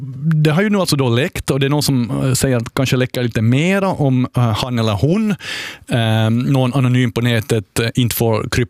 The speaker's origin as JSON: {"language": "Swedish", "town": "Karis", "region": "Uusimaa", "country": "Finland", "said": "Ja, jag är ju från Karis."}